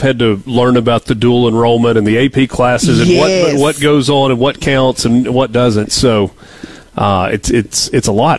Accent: Oxford, Mississippi, United States; I went to Ole Miss. I grew up in Oxford

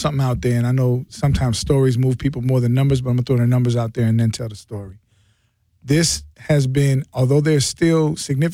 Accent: Wisconsin, United States; And we're from Wisconsin, so we remember what it was like when they changed the welfare laws in the 90s

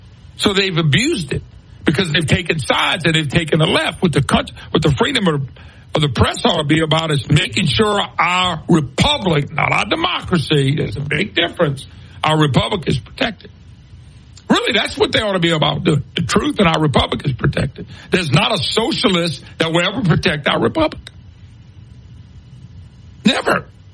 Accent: Plaquemine, Louisiana, United States; also born or lived in Baton Rouge; Well, I'm from the Plaquemine, Baton Rouge area. I tell people originally from Plaquemine. Finished school up here in Baton Rouge.

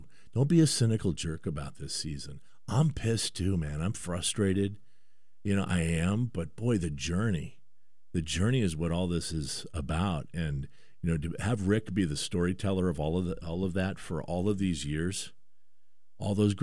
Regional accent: Bellingham, Washington, United States; back when I was a kid here in town, I grew up in Bellingham

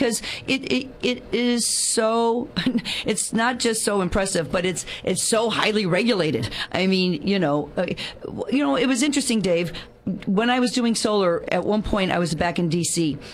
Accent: San Luis Obispo, California, United States; somebody found out I was from San Luis Obispo

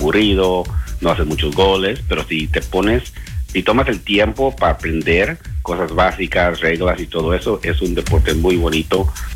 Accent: Mexico; Fue algo que nos unió juntos como mexicanos

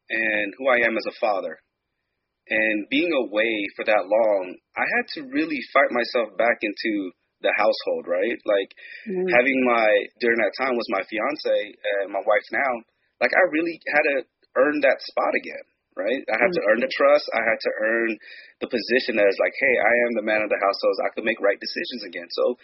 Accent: Long Beach, California, United States; Throughout my years, I was a product of my environment, growing up in California, Long Beach, California.

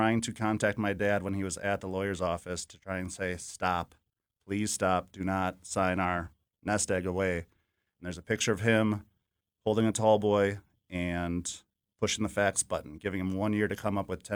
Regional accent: Wauwatosa, Wisconsin, United States; But we're from West Wauwatosa and didn't have anything close to that many

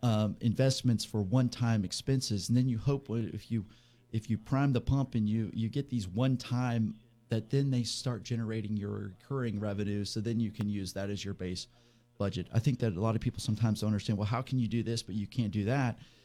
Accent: Elkins, West Virginia, United States; You know, I grew up, I'm originally from Elkins. I grew up as a YMCA gym rat in Elkins.

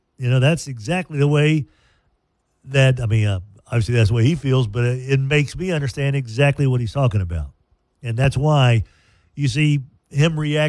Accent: Dumas, Texas, United States; born there; I was born in Dumas.

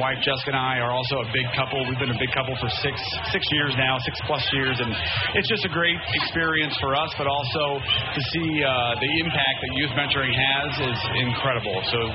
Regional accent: Ohio, United States; now in Minnesota, United States; I am from Ohio originally

